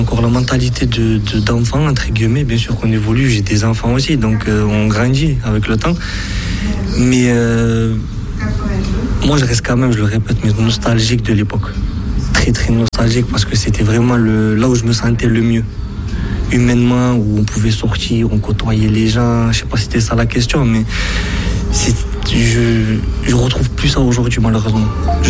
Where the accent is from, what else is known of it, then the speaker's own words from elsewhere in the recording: Montauban, Occitanie, France; je viens du quartier des Chaumes, quartier Est à Montauban. C'est le quartier populaire de la ville. J'y suis né, j'y ai vécu, je suis parti, je suis revenu habiter là-bas.